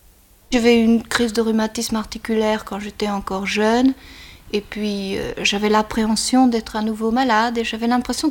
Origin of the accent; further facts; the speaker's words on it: Antwerp, Flanders, Belgium; Mon enfance s'est passée en Flandre, comme vous savez, j'étais enfant à Anvers, dans un port.